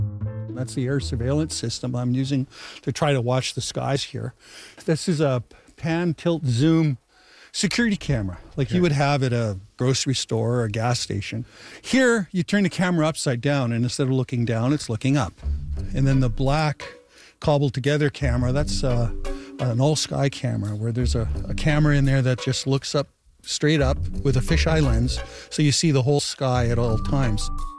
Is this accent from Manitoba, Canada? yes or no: yes; Winnipeg, Manitoba, Canada; now in Gimli, Canada; I'm from Winnipeg. My wife is originally from Toronto, and we've retired to Gimli, so that says it all.